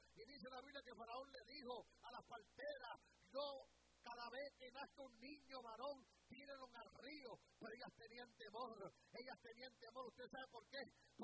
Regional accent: Puerto Rico; now in United States

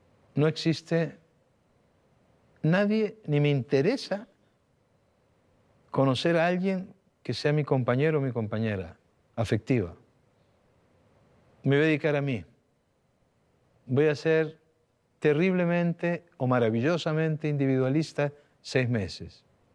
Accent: Italy; A mí me encanta cocinarme a mí solo, como buen italiano.

